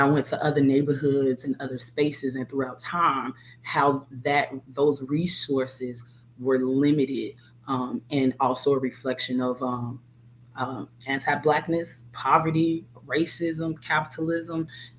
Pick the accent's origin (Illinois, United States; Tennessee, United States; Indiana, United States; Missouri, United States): Illinois, United States; Chicago; I grew up in near North and the low end, which we call Bronzeville, back yep. and forth.